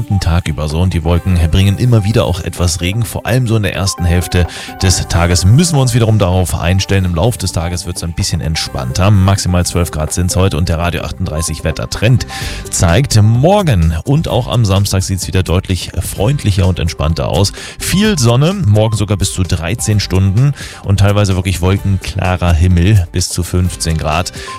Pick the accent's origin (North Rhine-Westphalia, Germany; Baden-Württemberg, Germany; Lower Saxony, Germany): Lower Saxony, Germany; Wolfsburg; aus meiner Zeit als Kind in Detmarode.